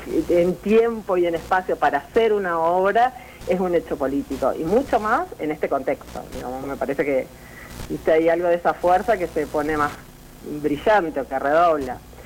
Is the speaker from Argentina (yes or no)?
yes; Argentina; somos todos argentinos